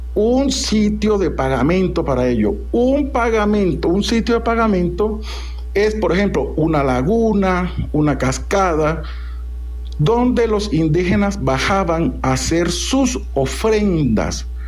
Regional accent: Santa Marta, Magdalena, Colombia; a mi tierra, que es la ciudad de Santa Marta.

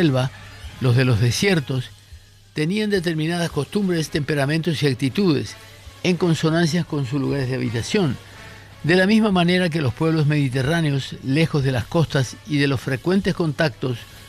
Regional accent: Paraguay; quiénes somos los paraguayos

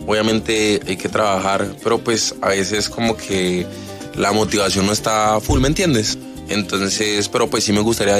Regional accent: Soacha, Cundinamarca, Colombia; moved away as an adult; now in Villavicencio, Colombia; Yo soy de Soacha, Cundinamarca.

